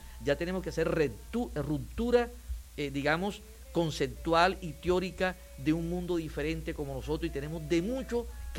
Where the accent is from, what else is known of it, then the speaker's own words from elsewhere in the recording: Colombia; moved away; cuando llego a mi pueblo, Arache, y veo las escuelas donde yo estudié